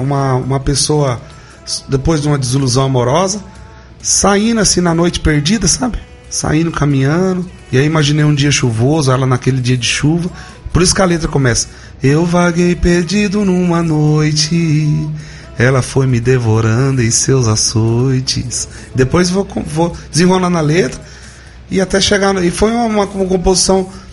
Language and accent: Portuguese; Paraná, Brazil; accent: Minas Gerais (mineiro); moved away; also born or lived in Itatiba, São Paulo; eu nasci em Itatiba tá aqui perto de Campinas, São Paulo, certo. Mas eu fui criado no Paraná, até tem gente que acha que eu sou mineiro, porque o paranaense tem sotaque parecido. Com o do mineiro.